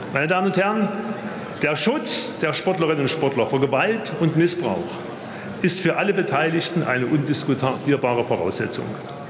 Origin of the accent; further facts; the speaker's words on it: Leipzig, Saxony, Germany; als stolzer Leipziger